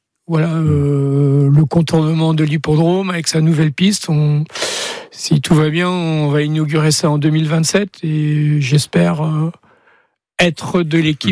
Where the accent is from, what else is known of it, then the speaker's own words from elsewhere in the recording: Craon, Pays de la Loire, France; je suis né élevé à Cran